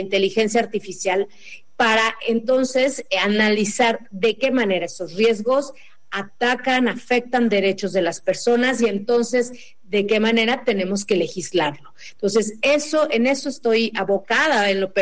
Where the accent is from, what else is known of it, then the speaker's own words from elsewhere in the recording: Oaxaca, Mexico; en estados como Oaxaca, de donde yo soy, bueno, con una gran diversidad cultural, lingüística, comunitaria